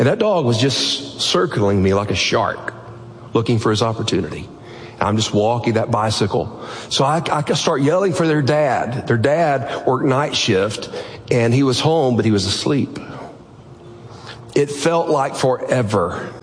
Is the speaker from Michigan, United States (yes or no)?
no; Alabama, United States; where I grew up in North Alabama, it was in the Appalachian foothills